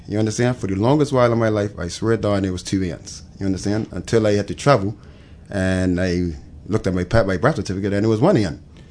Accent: St. David's, Bermuda; born there; also born or lived in Hamilton, Bermuda; we stayed down by Deadwood, and then my mother moved us all the way to St. David's when we was young

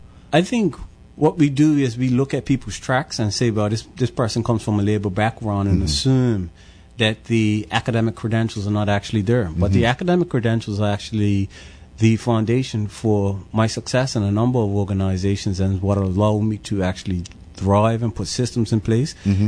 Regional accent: Pembroke, Bermuda; growing up in Pembroke, you then associate yourself with the community associations and the community clubs in Pembroke.

